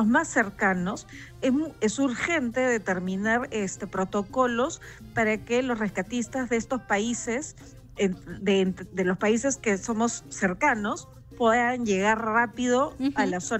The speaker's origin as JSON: {"language": "Spanish", "country": "Peru", "said": "Esto para nosotros como peruanos"}